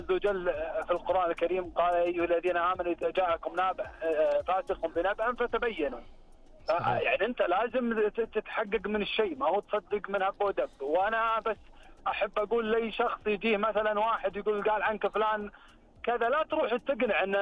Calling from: Riyadh, Riyadh Province, Saudi Arabia; اكلمكم طال عمرك من الرياض

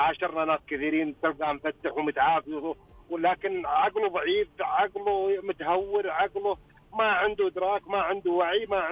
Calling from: Taif, Makkah Province, Saudi Arabia; انا اكلمك من الطايف

